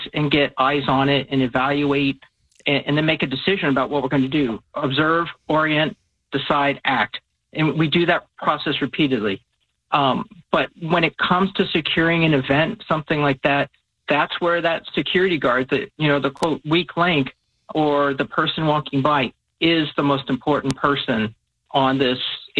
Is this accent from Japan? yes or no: yes; Japan; I grew up in Japan in the 80s. That was the best place in the world to grow up as a kid.